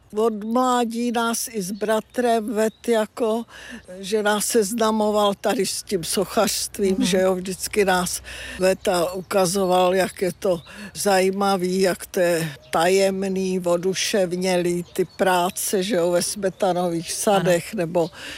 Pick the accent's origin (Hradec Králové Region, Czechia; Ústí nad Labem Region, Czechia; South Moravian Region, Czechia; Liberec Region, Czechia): Hradec Králové Region, Czechia; Hořice; also born or lived in Prague; já jsem prakticky se v Hradci jenom narodila, že ta maminka jela mě porodit, ale celý život jsem teda žila do svých 18 let v Hořicích.